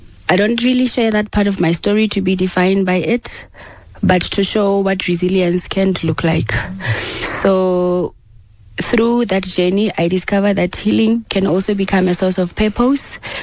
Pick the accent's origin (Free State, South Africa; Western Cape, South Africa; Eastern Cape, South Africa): Free State, South Africa; Bloemfontein